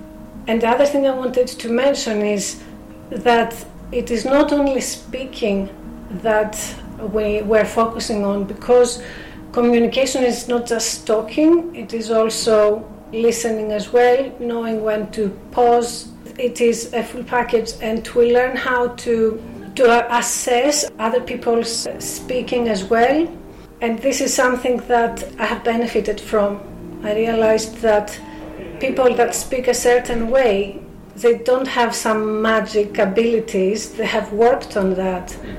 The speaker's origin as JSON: {"language": "English", "country": "Greece", "first_language": "Greek", "second_language": "English", "said": "you can tell that I am non-native English speaker. My first language is Greek."}